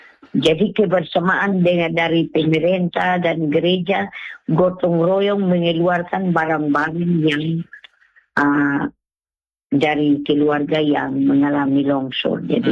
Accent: South Central Timor, East Nusa Tenggara, Indonesia; kami orang Timur TTS juga ada satu hal, yaitu kebersamaan.

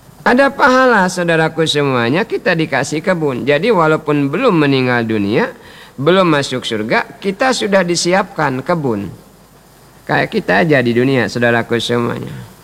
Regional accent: Bangka Belitung Islands, Indonesia; Jadi kita, kata kita orang Bangka, sekawayo memetik buah tersebut semau kita.

